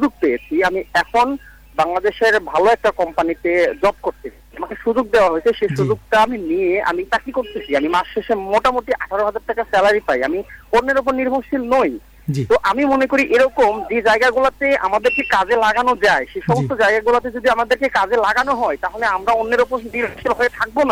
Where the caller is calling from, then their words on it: Rangpur, Rangpur Division, Bangladesh; কথা বলছিলাম রংপুর থেকে